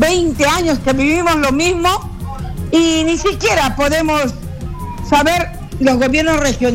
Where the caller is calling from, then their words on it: Lima, Peru; Yo soy de Lima, señor.